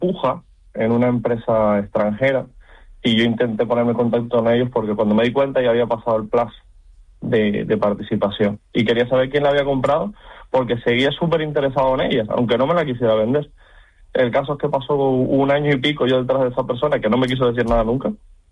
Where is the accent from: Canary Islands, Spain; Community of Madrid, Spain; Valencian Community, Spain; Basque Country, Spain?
Canary Islands, Spain